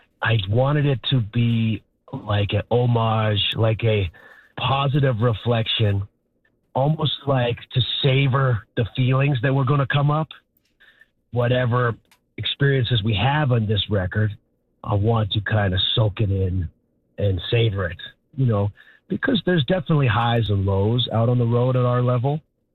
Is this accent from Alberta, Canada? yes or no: no; Carlisle, Saskatchewan, Canada; I was raised in Carlisle, Saskatchewan.